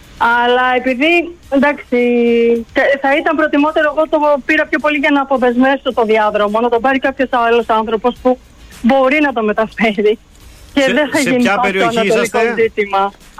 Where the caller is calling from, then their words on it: Athens, Attica, Greece; από Αθήνα, από κέντρο.